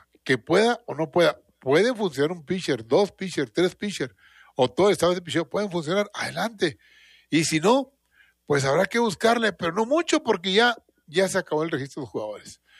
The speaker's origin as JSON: {"language": "Spanish", "town": "Delicias", "region": "Chihuahua", "country": "Mexico", "said": "somos los de Delicias"}